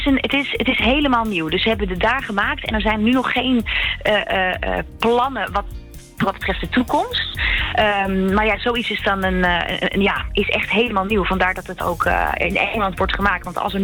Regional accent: Netherlands; Dus het was heel uniek dat ik als Nederlander daarbij mocht zijn.

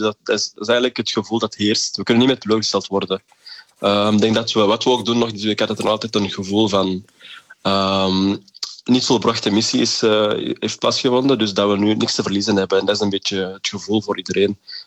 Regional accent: Belgium; also born or lived in Senegal; Ik ben in Senegal geboren. Ik ben daar ook een beetje opgegroeid tot mijn vierde en dan in België komen wonen.

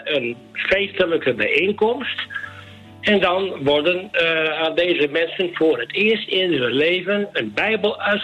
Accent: Netherlands; Daar werd voor ons als Nederlanders een lied gezongen.

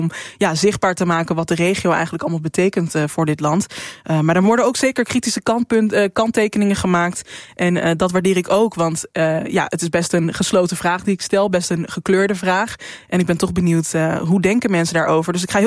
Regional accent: Drenthe, Netherlands; moved away; ik kom uit Drenthe en 6,5 jaar geleden ben ik verhuisd. Ik ben eigenlijk gevlucht naar de Randstad, denkende dat ik daar mijn thuis zou vinden.

